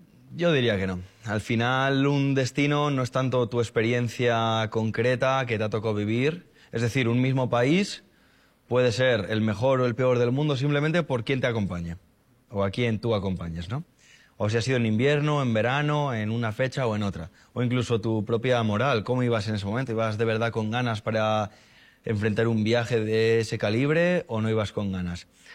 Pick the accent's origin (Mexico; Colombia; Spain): Spain; Castro Urdiales, Cantabria; otro joven de mi misma edad y allí en Casturdiales, en Cantabria, donde yo me he criado